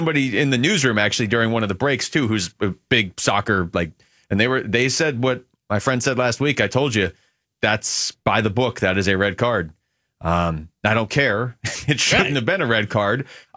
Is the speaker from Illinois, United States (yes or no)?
no; Seattle, Washington, United States; moved away; I'm from Seattle